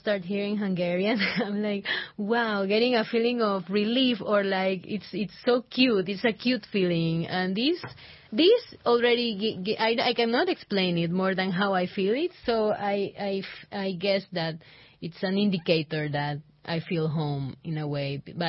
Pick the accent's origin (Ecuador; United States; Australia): Ecuador; English is a second language; And every time I was saying that I was from Ecuador, I always had like a good reaction.